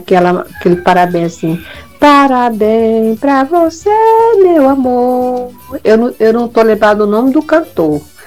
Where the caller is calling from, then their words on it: Duque Bacelar, Maranhão, Brazil; Eu sou aqui do Tabuleiro, município do Duque Bacelar.